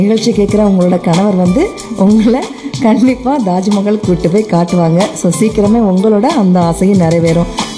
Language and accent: Tamil; Tamil Nadu, India